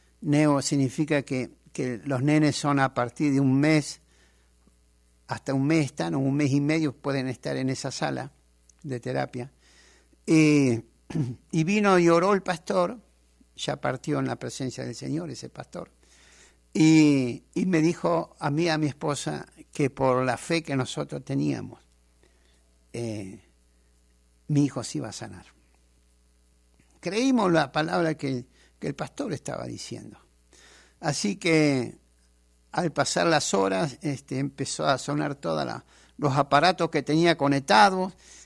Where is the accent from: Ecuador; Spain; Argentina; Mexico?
Argentina; Santa Rosa, La Pampa; De Argentina, Santa Rosa La Pampa.